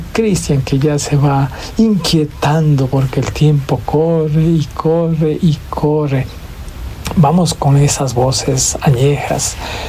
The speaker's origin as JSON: {"language": "Spanish", "country": "Ecuador"}